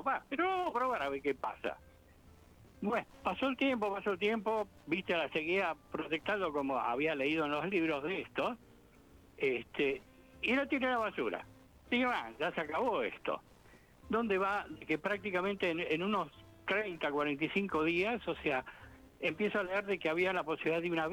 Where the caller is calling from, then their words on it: Bahía Blanca, Buenos Aires Province, Argentina; de Bahía Blanca.